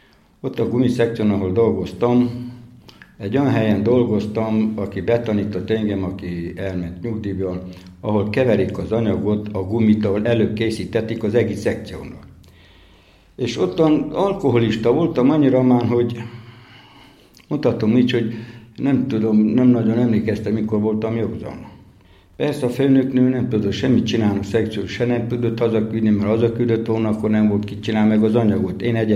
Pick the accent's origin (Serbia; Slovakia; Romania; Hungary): Romania; Oradea, Bihor; a Cinkapanna, ahol ott születtek legtöbb cigányok itt Velencén, itt Váradon. Ott születtem én is